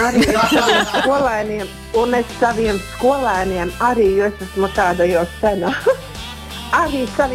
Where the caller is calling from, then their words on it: Madona Municipality, Latvia; es no Madonas puses.